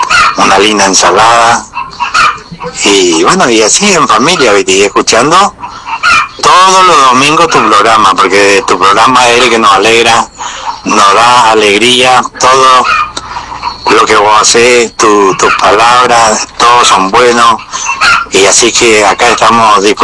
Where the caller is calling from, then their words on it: Oberá, Misiones, Argentina